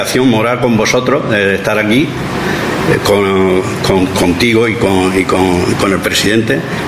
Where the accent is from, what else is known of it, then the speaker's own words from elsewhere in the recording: Cieza, Region of Murcia, Spain; por donde voy siempre defender mi pueblo, hablar de Cieza